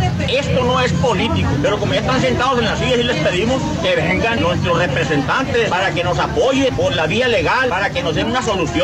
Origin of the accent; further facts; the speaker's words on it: Mexico; Queremos que nos respeten como ciudadanos, como mexicanos